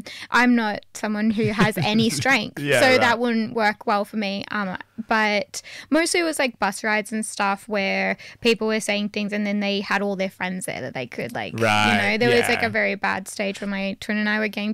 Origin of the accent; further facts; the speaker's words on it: Singleton, New South Wales, Australia; So growing up, I grew up in Singleton in the Hunter Valley.